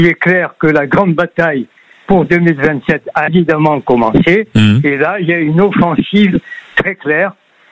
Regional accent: France; chez nous, en France

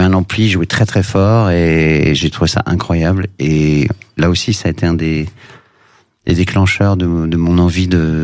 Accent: Paris, Île-de-France, France; born there; also born or lived in Glasgow / London; je suis né à Paris, je suis tout de suite parti à Glasgow et à Londres.

